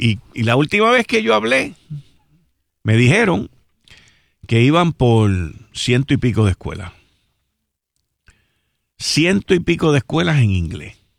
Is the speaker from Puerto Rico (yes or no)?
yes; Puerto Rico; nosotros somos una colonia de Estados Unidos hace más de 100 años.